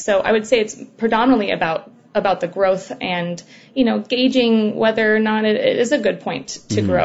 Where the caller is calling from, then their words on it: Franklin, Tennessee, United States; I'm calling from Franklin, Tennessee.